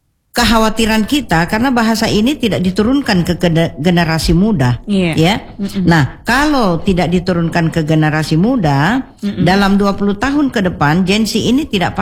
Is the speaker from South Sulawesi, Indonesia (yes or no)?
yes; South Sulawesi, Indonesia; accent: Makassar; Saya kan sudah berdialek Makassar.